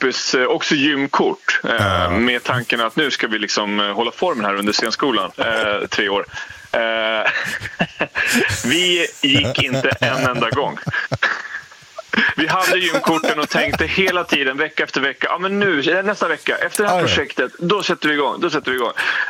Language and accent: Swedish; Norrland, Sweden; now in Gothenburg, Sweden; jag kommer upp från Norrland. Så att jag är född på skidor.